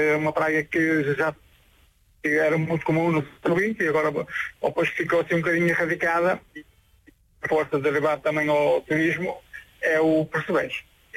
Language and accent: Portuguese; Vila Nova de Gaia, Porto, Portugal; Eu, Vila Nova de Gaia, Canelas.